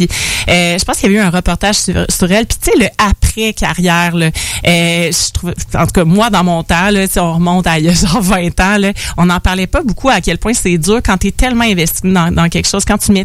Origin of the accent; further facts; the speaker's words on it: Lac-Beauport, Quebec, Canada; moi je viens du lac Beauport